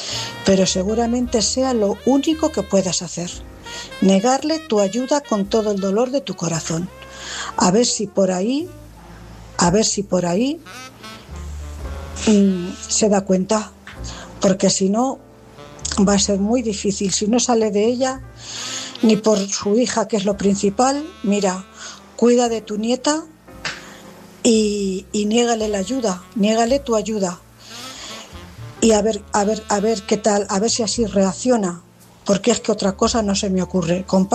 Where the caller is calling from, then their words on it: Cuenca, Castilla-La Mancha, Spain; Buenas noches … corresponsal de Cuenca.